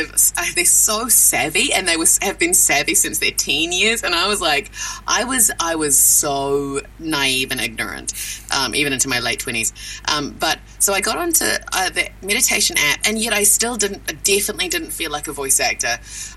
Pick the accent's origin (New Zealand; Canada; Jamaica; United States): New Zealand; accent: New Zealand; I didn't have many hours under my belt, so I sound very, very half New Zealand, half Kiwi